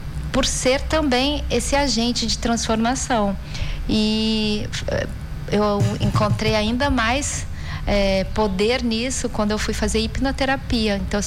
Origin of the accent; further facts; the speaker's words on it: Londrina, Paraná, Brazil; born there; moved away as an adult; also born or lived in Campo Grande; now in Manaus, Brazil; eu sou paranaense, nascida em Londrina, olha, Paraná.